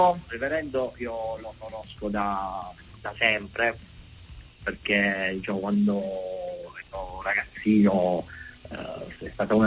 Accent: Mola di Bari, Apulia, Italy; nel mio paese di Mola

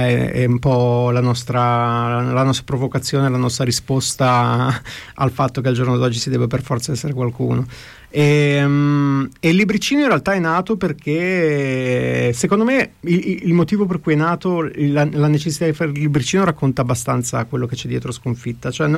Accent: Genoa, Liguria, Italy; Ma io Genova, essendo genovese, un genovese sarà sempre, sarà sempre, come si dice, intorno a Genova anche quando non lo è

